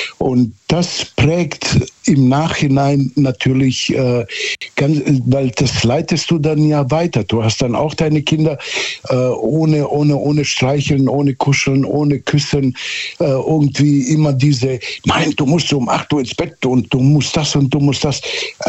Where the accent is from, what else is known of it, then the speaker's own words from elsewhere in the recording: Southern Germany, Germany; Also ich weiß, ich bin quasi auf dem Dorf aufgewachsen in Süddeutschland.